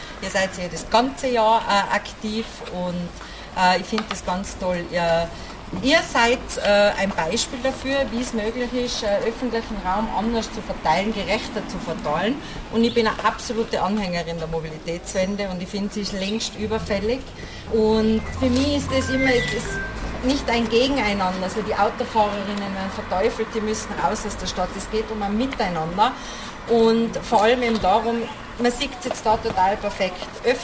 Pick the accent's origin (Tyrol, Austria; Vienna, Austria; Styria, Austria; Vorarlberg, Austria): Tyrol, Austria; Ich bin am Land aufgewachsen, in einem Dorfkind. Nein, nicht in Innsbruck, im Oberland.